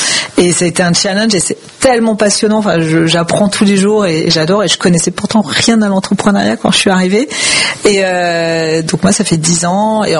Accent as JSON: {"language": "French", "country": "France", "said": "on est dans l'humain, nous sommes des Français, des Latins, par définition"}